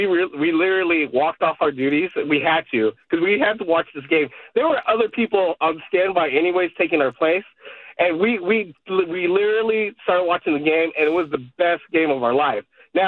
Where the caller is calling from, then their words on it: Vacaville, California, United States; we're from Vacaville, Fairfield.